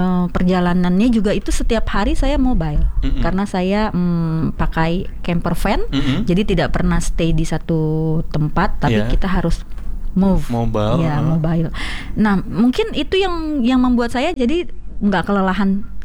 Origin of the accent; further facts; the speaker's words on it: Aceh, Indonesia; also born or lived in North Sumatra; Karena saya sendiri adalah terlahir dari kota Sumatera Utara dan kampung halaman saya di Aceh gitu.